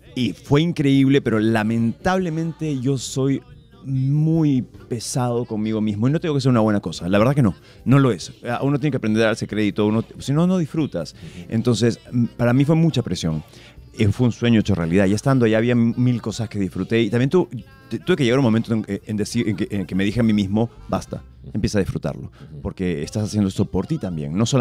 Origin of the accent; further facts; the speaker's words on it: Peru; soy el único peruano que estaba protagonizado en Broadway. Soy el primer peruano en haber protagonizado en Broadway.